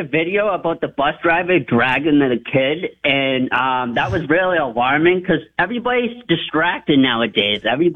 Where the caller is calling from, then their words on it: Boston, Massachusetts, United States